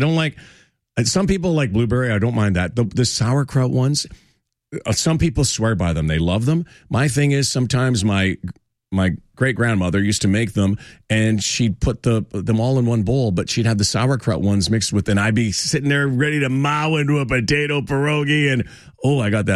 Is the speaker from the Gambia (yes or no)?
no; Winnipeg, Manitoba, Canada; now in Toronto, Canada; growing up in Manitoba and a Ukrainian family, we celebrated Ukrainian Christmas.